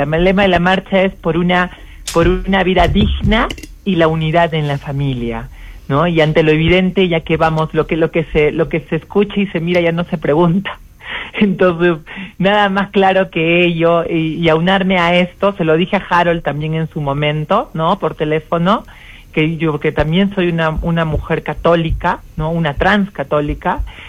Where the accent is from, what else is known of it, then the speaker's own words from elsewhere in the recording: Arequipa, Peru; nosotros somos el 10% de esta ciudadanía, somos 130.000 arequipeños y arequipeñas